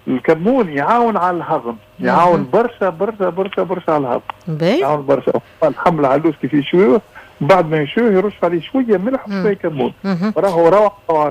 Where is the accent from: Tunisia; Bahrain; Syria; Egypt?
Tunisia; now in Morocco